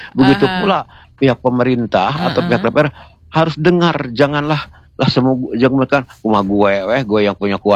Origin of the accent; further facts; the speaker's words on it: Bogor, West Java, Indonesia; born there; maka lahirlah saya di Bogor itulah seperti itu. Jadi tetap darah-darah Aceh saya tetap tidak bisa hilang kan seperti itu kan dari kakek saya